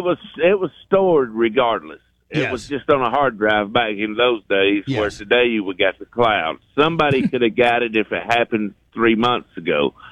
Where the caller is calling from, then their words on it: Dawsonville, Georgia, United States; from Dawsonville.